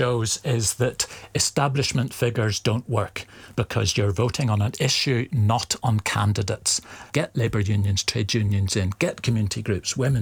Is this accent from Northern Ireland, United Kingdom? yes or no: yes; Northern Ireland, United Kingdom; I hope it's a good prospectus because I describe myself as Irish. So don't think I am desperate to keep the union.